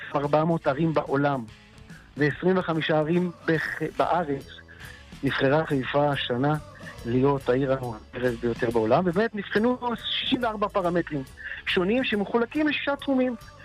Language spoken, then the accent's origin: Hebrew; Haifa, Haifa District, Israel; born there; קודם כל אני נולדתי בחיפה